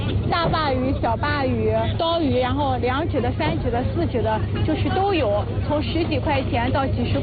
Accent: Shazikou, Shandong, China; 我从小就是在这里长大的。这个码头呢，是我们沙子口最大的渔港批发中心

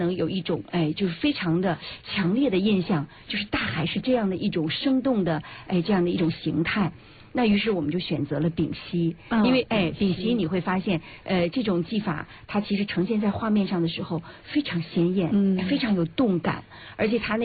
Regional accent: Beijing, China; 小就是在这样一个蓝色的这样的一个部队的营地长大的。我爸爸就在海军司令部，就在我们现在的公主坟那个地方哈，我们通常管他叫海军大院。那我小的时候就是从这儿长大的

